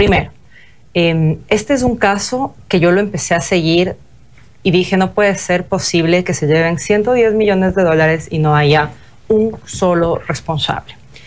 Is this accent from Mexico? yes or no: no; Ecuador; no podemos seguir como ecuatorianos pretendiendo y haciéndonos al dolor de ya nos robaron